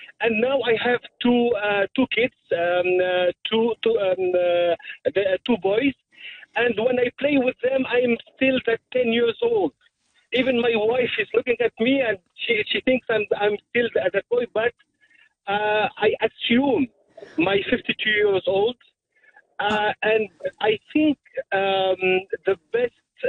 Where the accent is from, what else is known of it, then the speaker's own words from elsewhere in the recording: Tunisia; moved away as an adult; now in North Shore, Canada; Originally, I'm from Tunisia. I moved to Canada in 2006. And now I'm getting old in Canada.